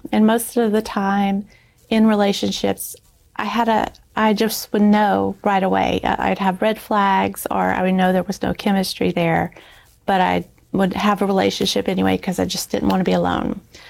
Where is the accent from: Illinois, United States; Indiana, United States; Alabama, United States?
Alabama, United States; also born or lived in Louisiana; my whole family's from Louisiana, but my dad had been transferred when my brothers were young, and we lived a total of 16 years in Alabama where I was born. When we moved back to Louisiana, it was during